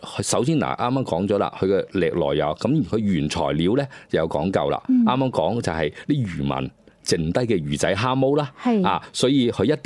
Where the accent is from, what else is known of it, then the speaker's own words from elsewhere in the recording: Guangzhou, Guangdong, China; 是啊，我自小已经就在西关长大了。